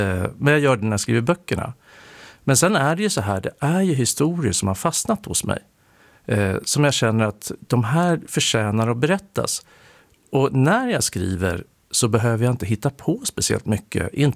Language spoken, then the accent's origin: Swedish; Nyköping, Södermanland, Sweden